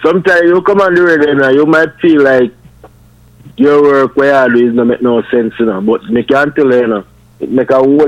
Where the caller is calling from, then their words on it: Portmore, Saint Catherine, Jamaica; I'm calling from Portmore in St. Catherine.